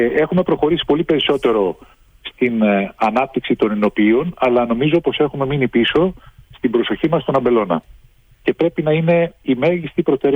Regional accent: Macedonia, Greece; Ναι, το μεγαλύτερο μέρος της ζωής μου είναι, είμαι Μακεδόνας.

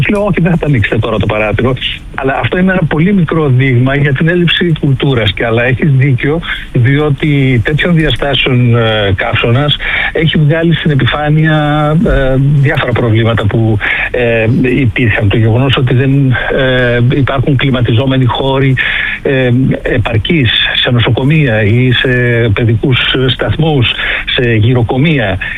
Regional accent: Greece; now in Germany; εμείς ως Έλληνες

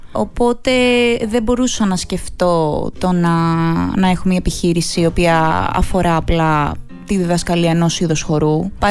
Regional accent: Greece; δεν είναι μια δική μας κουλτούρα σαν Έλληνες

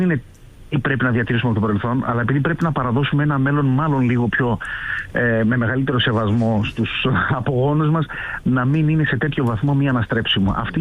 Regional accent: Greek islands, Greece; Ως νησιώτες κι εγώ

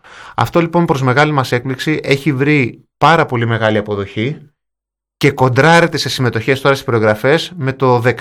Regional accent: Mani, Peloponnese, Greece; Γιατί εμείς ως Μανιάτες δεν είμαστε εξωστρεφείς άνθρωποι.

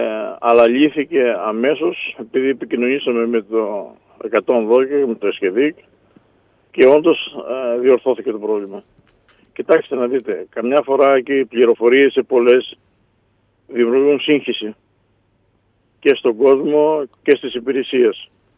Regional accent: Greece

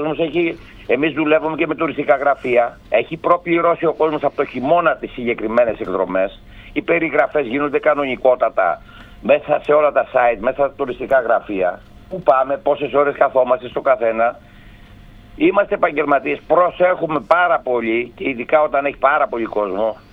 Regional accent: Skiathos, Thessaly, Greece; Είμαι από τη Σκιάθο, δεν είμαι από τη Σκόπελο.

